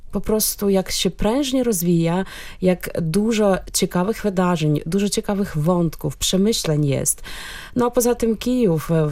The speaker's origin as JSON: {"language": "Polish", "country": "Ukraine", "moved": "yes", "lives_now": "Poland", "said": "Powiem ze swojej perspektywy jako Ukrainki, tak, bo mieszkam w Polsce od 16 lat, ale jestem Ukrainką"}